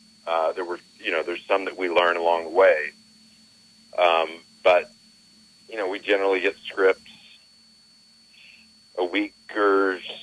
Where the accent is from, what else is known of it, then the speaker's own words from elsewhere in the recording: San Angelo, Texas, United States; I'm from San Angelo, Texas, originally.